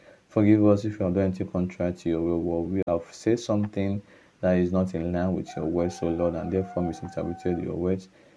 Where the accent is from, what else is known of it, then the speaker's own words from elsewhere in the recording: Okada, Edo, Nigeria; from Okada Town, Edo State, Nigeria